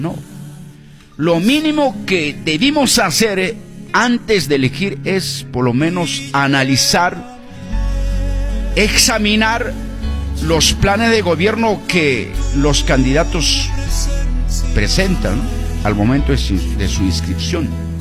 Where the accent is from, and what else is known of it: Peru